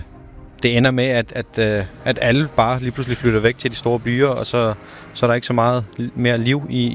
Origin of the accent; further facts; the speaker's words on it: Nakskov, Zealand, Denmark; Jeg har rigtig meget netværk hernede, og er rigtig glad for min hjemby, Nakskov.